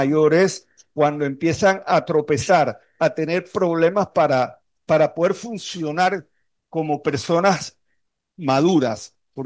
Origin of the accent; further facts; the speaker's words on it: Panama; como panameños tenemos que hermanarnos